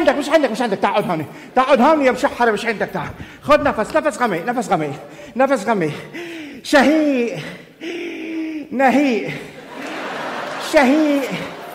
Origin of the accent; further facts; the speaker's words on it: Afghanistan; أنا من أفغانستان وليل.